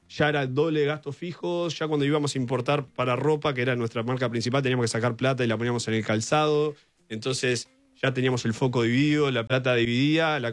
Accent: Uruguay; now in Dubai, United Arab Emirates; Yo soy uruguayo.

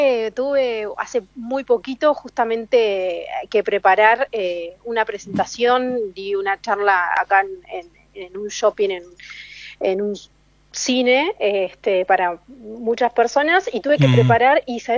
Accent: Uruguay; Soy uruguaya. En este momento estoy viviendo en Uruguay.

